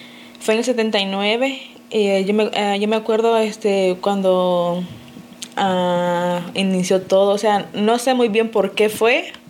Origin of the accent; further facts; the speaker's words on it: Estelí, Nicaragua; moved away; yo vengo de la ciudad de Estelí, Nicaragua.